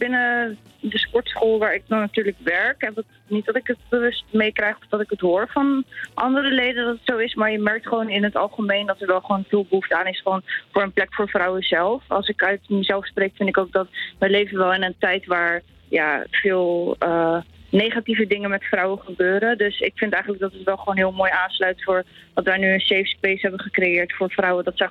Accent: Capelle aan den IJssel, South Holland, Netherlands; want ik kom origineel uit Capelle.

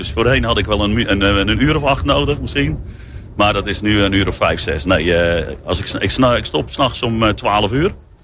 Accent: Katwijk, South Holland, Netherlands; En ik kom zelf uit Katwijk aan Zee.

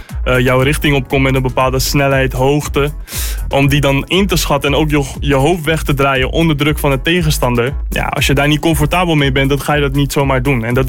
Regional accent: Netherlands; Ik zit daar ook natuurlijk als Nederlander

